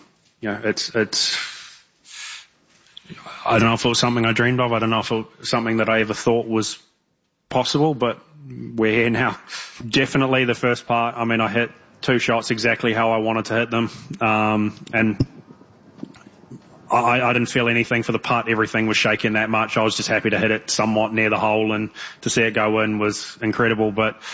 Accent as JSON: {"language": "English", "country": "New Zealand", "tie": "born or raised there"}